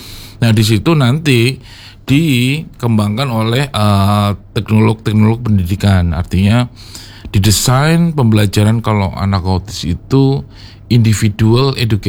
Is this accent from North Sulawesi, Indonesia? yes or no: no; North Kalimantan, Indonesia; saya dari Kalimantan Utara Mbak, jadi dari pinggiran, dari perbatasan di Indonesia yang berbatasan d